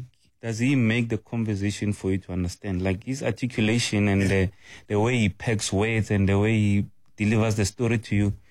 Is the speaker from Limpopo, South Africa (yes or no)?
yes; Limpopo, South Africa; moved away; I would always like trace it back to where I'm from. You know, I'm from Rampahlele